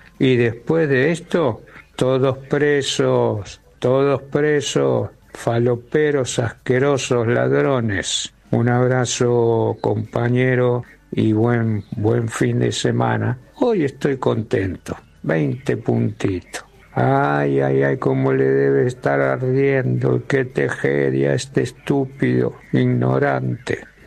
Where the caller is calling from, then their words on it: Mar del Plata, Buenos Aires Province, Argentina; de Mar del Plata